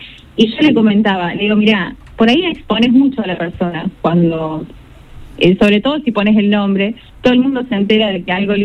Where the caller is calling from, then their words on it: Pergamino, Buenos Aires Province, Argentina; Soy de Pergamino, pero siempre mando a Rosario.